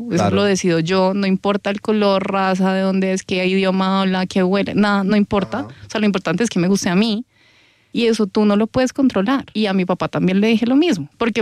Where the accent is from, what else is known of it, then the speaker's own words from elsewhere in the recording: Colombia; Pero entonces nosotras crecimos en Colombia